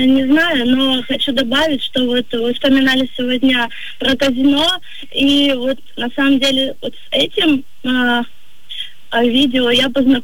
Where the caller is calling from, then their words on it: Rostov-on-Don, Rostov Oblast, Russia; я из Ростова-на-Дону.